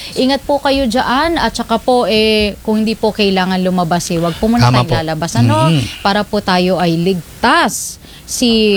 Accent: Tarlac, Philippines; born there; Ay, taga Tarlac po ako.

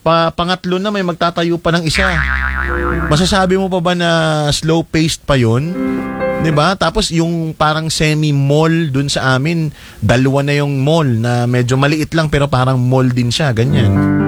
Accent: Quezon, Calabarzon, Philippines; now in Manila, Philippines; ako nagtayo ng barbershop dati sa Quezon, doon sa bayan namin.

